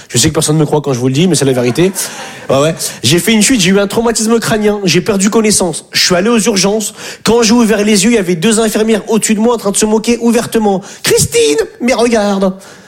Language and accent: French; northern France, France; now in Paris, France; Je viens du nord de la France. J'ai vu dans vos regards le Nantes et un arabe. Hein. Je viens d'arriver à Paris.